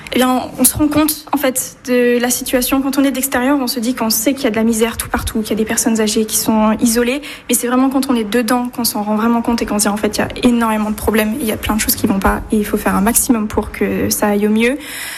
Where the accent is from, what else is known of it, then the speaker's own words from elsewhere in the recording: Nouvelle-Aquitaine, France; j'ai 20 ans et je viens de Gironde. Je suis née à Bruges et j'ai grandi toute ma vie en Gironde.